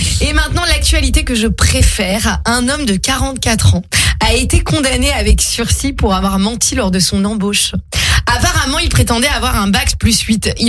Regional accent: France; Parce que je suis française

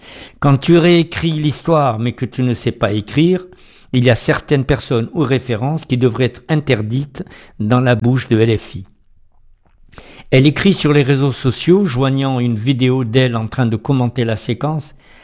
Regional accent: France; je suis français, juif et contente de l'être. Français d'abord, juif ensuite, mais juif et français toujours.

